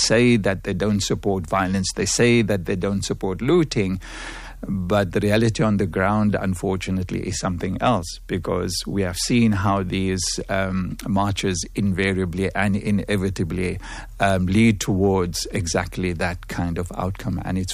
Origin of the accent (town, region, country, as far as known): South Africa